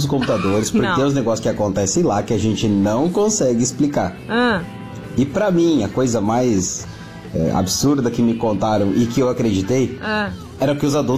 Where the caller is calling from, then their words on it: Santa Cruz do Sul, Rio Grande do Sul, Brazil; de Santa Cruz do Sul